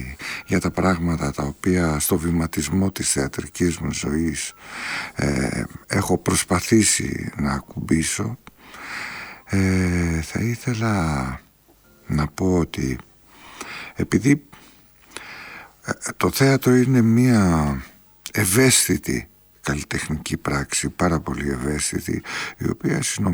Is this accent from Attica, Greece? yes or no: yes; Piraeus, Attica, Greece; Μεγάλωσα, έζησα στον Πειραιά, σε μια γειτονιά του Πειραιά, πολύ συγκεκριμένη γειτονιά, με συγκεκριμένα χαρακτηριστικά, στην Παλιά Κοκκινιά.